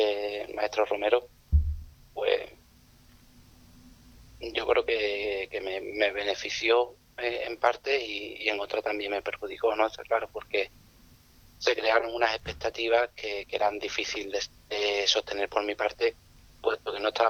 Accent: Andalusia, Spain; moved away; Porque Cádiz es mi tierra, Cádiz es donde yo me he hecho torero, ¿no? Aunque muy joven tuve que salir de allí

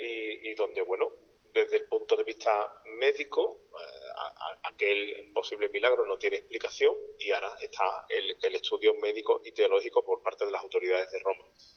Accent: Seville, Andalusia, Spain; born there; Quizás buscando un poco un paralelismo con mi ciudad natal, con Sevilla.

